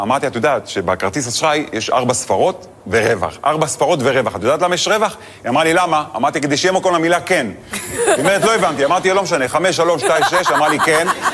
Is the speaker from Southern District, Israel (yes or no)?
no; Netanya, Central District, Israel; האמת אני גדלתי בנתניה. לא יצא לי, בחיים לא היה לי שליח בבית, כי אמא טריפוליטאית, היא מכינה הכל.